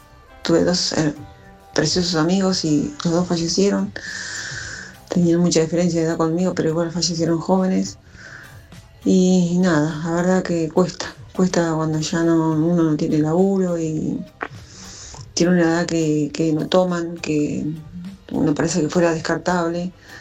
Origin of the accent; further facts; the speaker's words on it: Martín Coronado, Buenos Aires Province, Argentina; Buenas tardes a todos … soy de Martín Coronado, partido 3 de febrero.